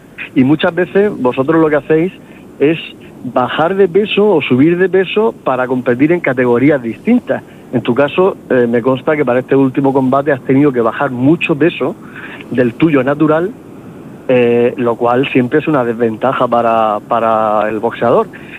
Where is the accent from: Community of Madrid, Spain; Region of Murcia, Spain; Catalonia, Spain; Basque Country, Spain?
Region of Murcia, Spain; Como mujer, como deportista y como murciana o como vecina de Puerto Lumbreras.